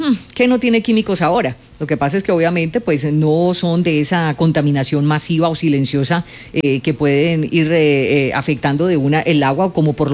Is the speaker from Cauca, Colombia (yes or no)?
yes; Popayán, Cauca, Colombia; Y si yo soy de Popayán, pues obviamente que me voy a preocupar.